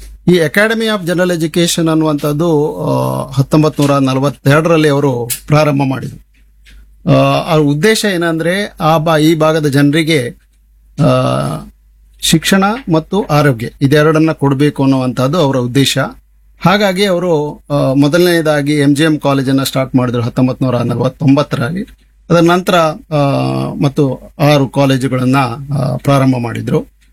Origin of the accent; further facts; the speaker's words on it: Idagunji, Karnataka, India; ನಮ್ದು ಊರು ಇಡಗುಂಜಿ. ವಿದ್ಯಾಭ್ಯಾಸ ಎಲ್ಲ ಕನ್ನಡ ಮೀಡಿಯಂ